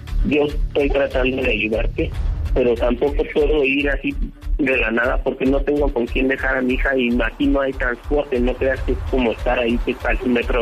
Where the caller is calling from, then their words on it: Mexico; El lugar donde yo vivo está muy alejado de la civilización.